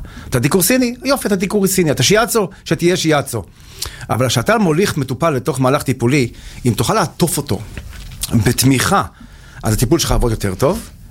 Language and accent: Hebrew; Kiryat Tivon, Northern District, Israel; born there; moved away as an adult; also born or lived in Midreshet Sde Boker; now in Safed, Israel; בגיל 8, באיפשהו, בסביבות משהו כזה, המקום שם זה משבר, עברנו צפונה. והמשכתי לגדול בתוך קיר הטבעון, שזה בדיוק הפוך, שם הכל ירוק, הכל טבע